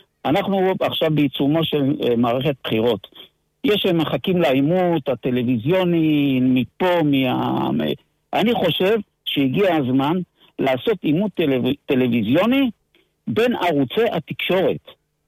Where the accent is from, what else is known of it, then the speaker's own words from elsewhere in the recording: Jaffa, Tel Aviv District, Israel; אני מיפו. כן, יפו, יפו. אני לא רוצה לשמוע את המילה תל אביב, כי זה... אני, זה יפו.